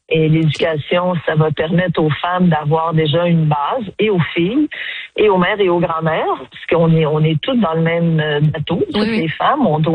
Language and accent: French; Canada; notre pays, le Canada.